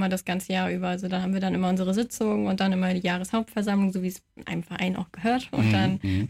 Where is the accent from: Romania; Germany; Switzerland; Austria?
Germany; Jever, Lower Saxony; now in Bremen, Germany; weil ich wohne in Bremen. Also ursprünglich komme ich auch aus Jever.